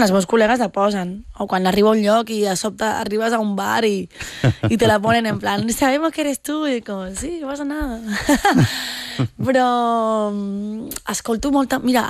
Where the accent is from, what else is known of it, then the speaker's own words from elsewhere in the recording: Andalusia, Spain; accent: Andalusian; apenas ja estic en contacte con andaluce, pum, pa, pa, saps? Com que és el meu accent.